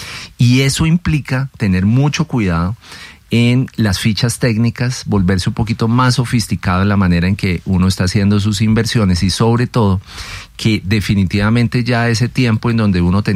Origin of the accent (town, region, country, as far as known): Colombia